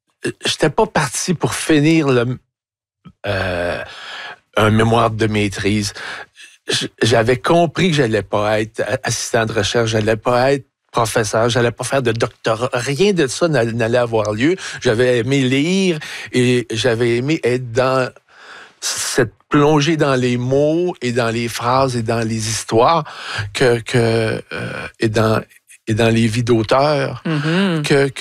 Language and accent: French; Montreal, Quebec, Canada; Je venais du sous-sol de Montréal-Nord où, dès l'enfance, j'achetais des 45 tours au coin de la rue.